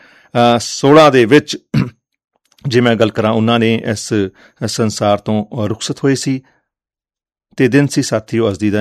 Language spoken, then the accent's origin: Punjabi; Punjab, India